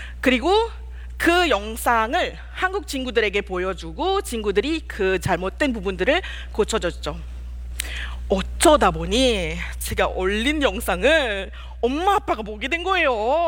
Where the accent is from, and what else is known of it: Malaysia; Korean is a second language